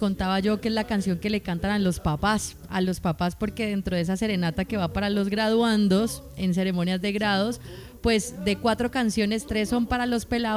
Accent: Colombia; Soy colombiano.

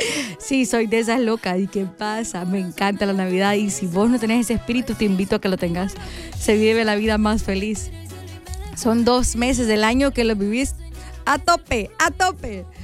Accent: Soyapango, San Salvador, El Salvador; yo crecí en Soya Bronx.

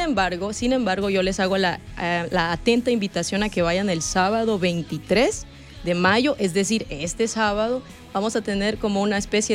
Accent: San Salvador, El Salvador; born there; yo soy de aquí, del mero San Salvador.

